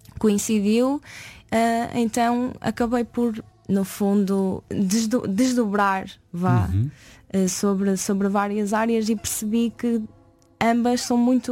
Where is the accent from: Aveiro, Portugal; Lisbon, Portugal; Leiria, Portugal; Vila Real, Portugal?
Aveiro, Portugal; Oliveira de Azeméis; Sou da Oliveira das Meias, Porto, Aveiro, por aí, não muito.